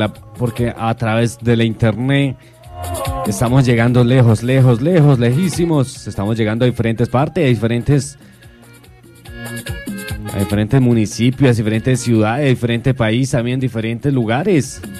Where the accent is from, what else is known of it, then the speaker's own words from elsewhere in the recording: Colombia; Un poquito tarde como buen colombiano.